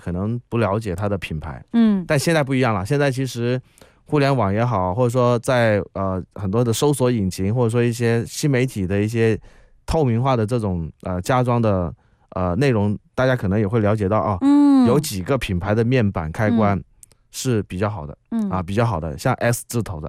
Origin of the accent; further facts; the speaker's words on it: Guangzhou, Guangdong, China; accent: Cantonese (Guangzhou); 我哋广州话咩